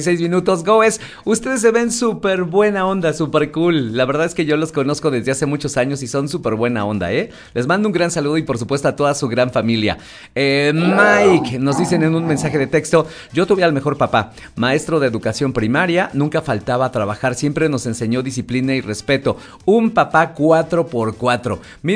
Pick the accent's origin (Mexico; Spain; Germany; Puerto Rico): Mexico; Mexico City; now in Morelos, Mexico; un chilango más en Morelos.